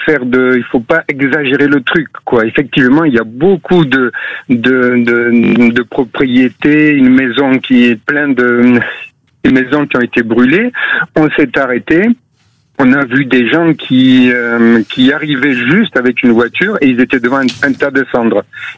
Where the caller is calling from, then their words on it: Bouliac, Nouvelle-Aquitaine, France; Non, je suis au Porges, là. J'habite Bouliac.